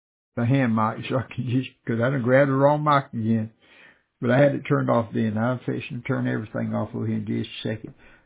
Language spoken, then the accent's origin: English; Georgia, United States; now in Atlanta area, United States; the place I grew up in South Georgia.